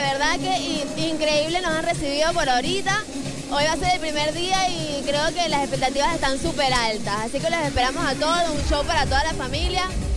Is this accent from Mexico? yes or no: no; Venezuela; moved away; Yo soy de Venezuela.